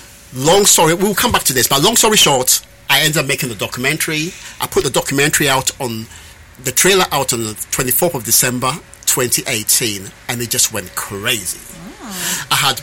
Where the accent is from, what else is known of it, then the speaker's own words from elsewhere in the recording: London, United Kingdom; I grew up in Tottenham, right? I grew up in Tottenham.